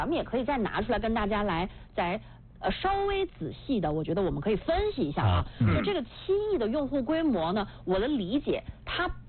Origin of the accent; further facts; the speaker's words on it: China; 我想跟大家回忆几个我们中国人非常熟悉的新东西